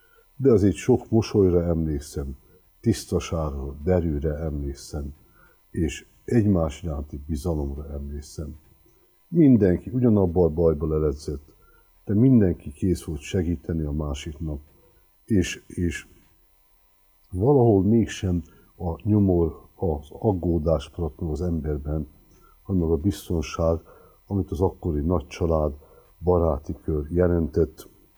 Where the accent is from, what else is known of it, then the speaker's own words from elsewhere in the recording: Szekszárd, Tolna, Hungary; moved away; also born or lived in Pécs; valóban Szekszárdon születtem